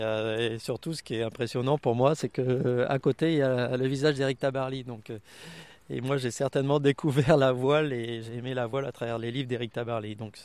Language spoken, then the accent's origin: French; Marseille, Provence-Alpes-Côte d'Azur, France; now in Brittany, France; je ne suis pas du tout originaire de Bretagne, et je ne suis pas breton. Je viens du sud-est de la France, d'Aix-en-Provence, Marseille, pour vous situer.